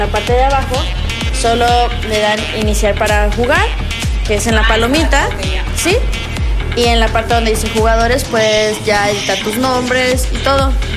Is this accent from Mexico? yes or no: yes; Tabasco, Mexico